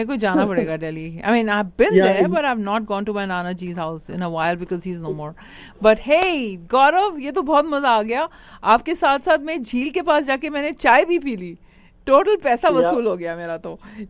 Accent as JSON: {"language": "Hindi", "town": "Ghaziabad", "region": "Uttar Pradesh", "country": "India", "also_born_or_lived": "Delhi", "moved": "yes", "said": "वैसे मैं Delhi University से हूँ, लेकिन उससे पहले मैं गाजियाबाद से हूँ, the industrial town."}